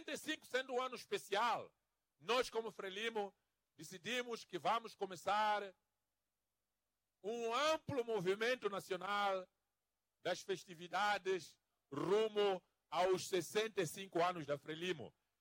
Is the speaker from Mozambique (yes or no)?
yes; Mozambique; Todos nós, como moçambicanos